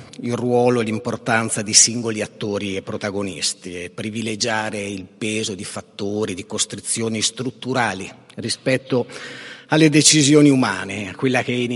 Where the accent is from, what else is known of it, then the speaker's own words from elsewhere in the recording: Trentino-Alto Adige, Italy; moved away; io non sono originario della Val di Fiemme, sono della Val di Fiemme, nel senso che alla fine sono radici che rimangono e che non si perdono.